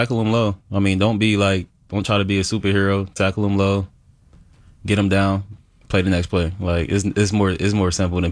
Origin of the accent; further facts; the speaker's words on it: New Jersey, United States; I'm from South Jersey. I'm from 2.5 hours south.